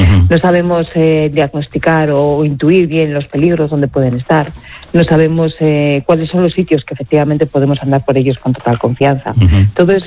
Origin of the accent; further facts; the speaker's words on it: Aragon, Spain; yo soy aragonesa